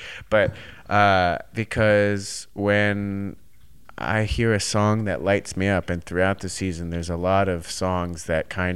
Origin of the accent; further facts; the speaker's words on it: Scottsdale, Arizona, United States; now in New York, United States; I grew up in Scottsdale.